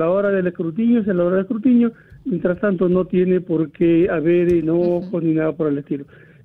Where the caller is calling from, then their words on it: Cutervo, Cajamarca, Peru; Desde la bella ciudad de Cutervo